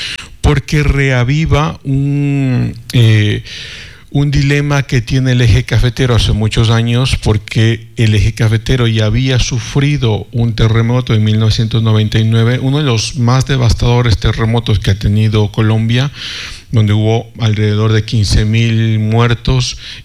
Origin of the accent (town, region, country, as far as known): Ecuador